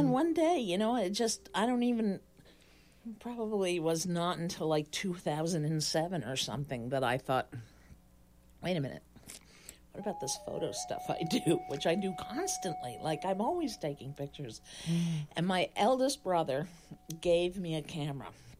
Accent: Wilton, Connecticut, United States; moved away as an adult; now in Greenfield, United States; But I've been here a long time. I'm from Wilton, Connecticut.

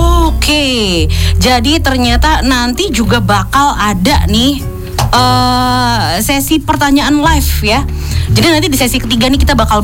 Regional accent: Semarang, Central Java, Indonesia; Sebagai anak Semarang atas turun ke Semarang bawah

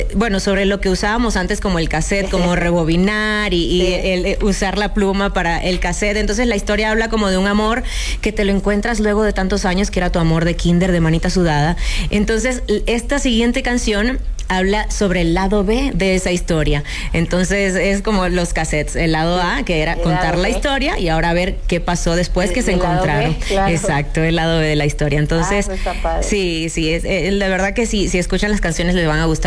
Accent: Venezuela; yo soy venezolana, pero crecí escuchando y viendo televisión mexicana

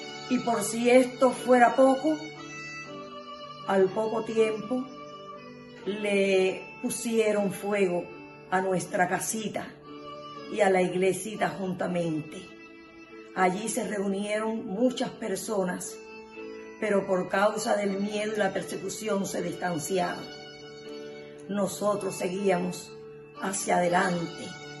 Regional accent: Cuba; Soy nacida en Cuba … Desde muy pequeña, ellos me enseñaron el amor a Dios y a su palabra.

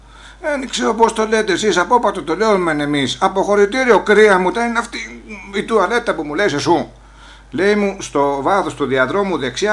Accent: Olympos, South Aegean, Greece; έχω και εγώ λόγο να πω γιατί να είμαι από την Όλυμπο της Καρπάθου

